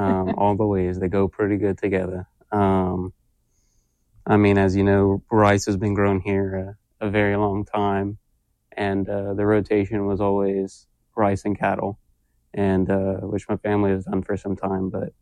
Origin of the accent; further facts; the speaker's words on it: Perry, Louisiana, United States; I'm born and raised at the bottom of Vermilion Parish.